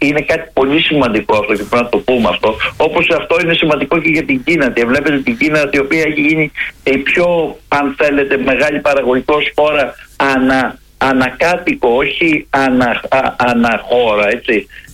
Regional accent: Greece; Να σας πω και επειδή εμείς είμαστε σαν Έλληνες έμποροι

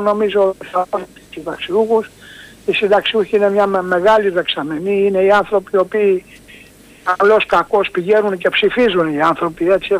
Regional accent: Corfu, Ionian Islands, Greece; εγώ που είμαι από την Κέρκυρα

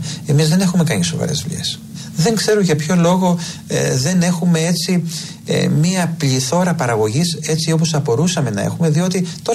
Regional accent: Greece; εμείς σαν Έλληνες

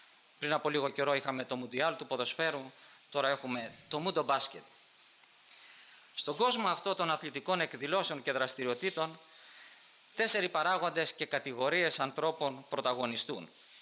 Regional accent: Greece; Ας θυμηθούμε σαν Έλληνες

